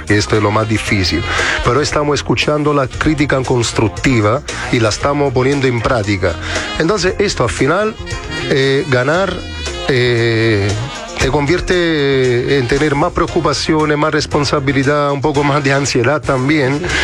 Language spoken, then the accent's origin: Spanish; Naples, Campania, Italy; now in Chile; vengo de Nápoles y ahí somos un poco trogloditas respecto a la tecnología. Aprendí en Chile la importancia de la red social.